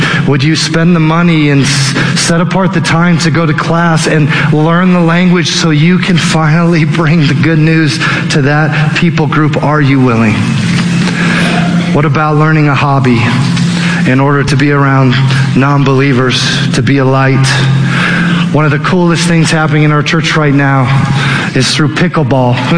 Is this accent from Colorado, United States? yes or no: yes; Aurora, Colorado, United States; also born or lived in Boston; I grew up in Aurora. I'm a native to Colorado.